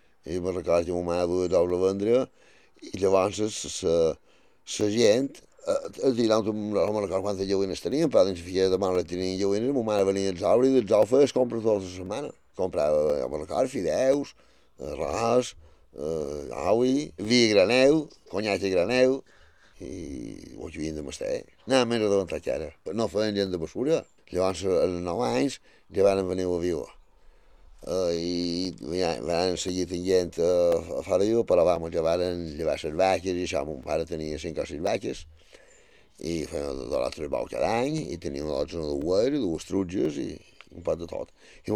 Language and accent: Catalan; Balearic Islands, Spain; born there; vaig néixer a Faradió, a Sant Triau, en el barri de Sant Maixida. Això està ara anant cap a Campos, hi ha un desvió a la dreta, i és 4 quilòmetres a Sant Triau